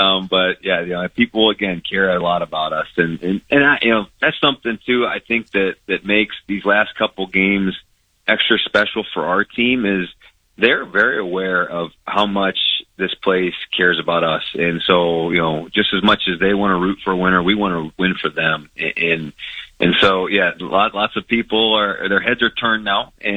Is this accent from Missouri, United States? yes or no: no; Ohio, United States; I'm not from Iowa. I'm from Ohio, but I had heard about Northern Iowa living in Ohio